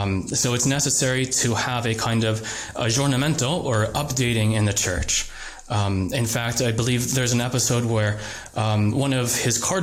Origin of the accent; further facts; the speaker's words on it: Phoenix, Arizona, United States; I grew up in Phoenix, Arizona.